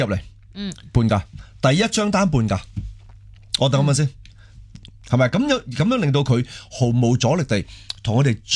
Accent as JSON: {"language": "Cantonese", "country": "Hong Kong", "said": "我哋香港人，我哋最中意明码实价系咪？"}